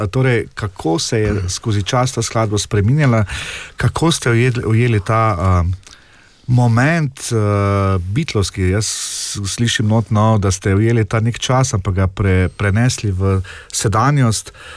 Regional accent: Styria, Slovenia; kot rečemo Štajerci

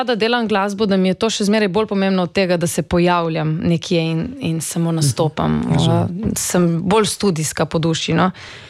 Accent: Slovenian Littoral, Slovenia; accent: Primorska / Koper coastal dialect; govorim primorsko in pokoprsko

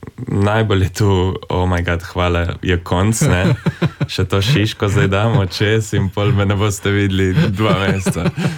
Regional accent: Littoral, Slovenia; now in Ljubljana, Slovenia; mislim, sej ne vem, koliko se niti sliši, ampak če se res daš na to, slišeš eno melodijo, na katero smo Primorci zelo ponosni.

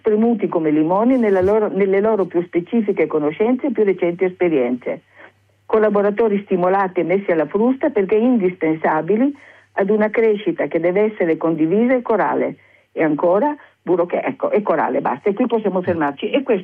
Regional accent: Vrsar, Istria County, Croatia; moved away; Io per esempio, che vengo da Orsera

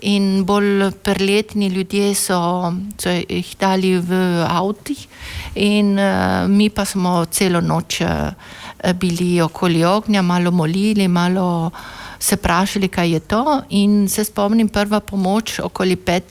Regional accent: Stolvizza, Friuli-Venezia Giulia, Italy; jaz sem iz Solbice

